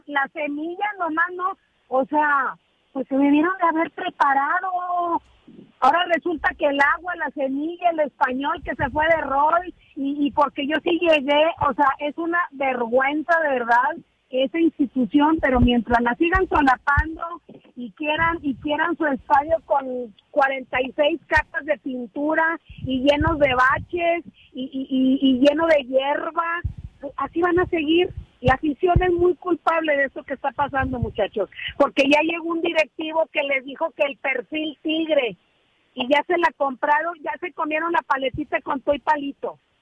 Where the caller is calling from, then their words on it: Nuevo León, Mexico; ya me va a dar vergüenza decir que soy de Nuevo León